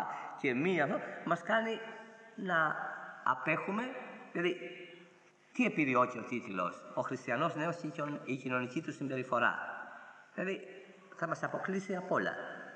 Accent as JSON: {"language": "Greek", "country": "Greece", "said": "Είμαστε Έλληνες"}